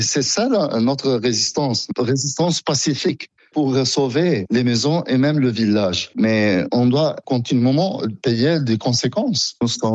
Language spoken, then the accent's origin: French; South Governorate, Lebanon; French is a second language; Nous sommes Libanais et nous voulons rester Libanais. C'est pour cela qu'on a résisté toute la guerre afin que le sud du Liban, il reste Libanais.